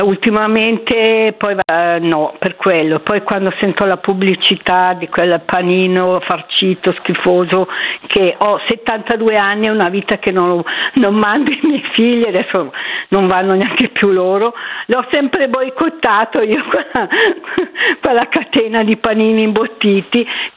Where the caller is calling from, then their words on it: Lecco, Lombardy, Italy; chiamo da Lecco.